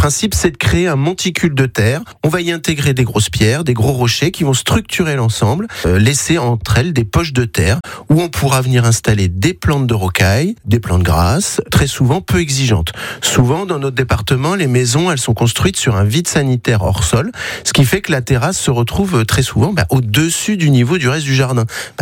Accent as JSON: {"language": "French", "region": "Provence-Alpes-Côte d'Azur", "country": "France", "said": "Surtout chez nous en Vaucluse"}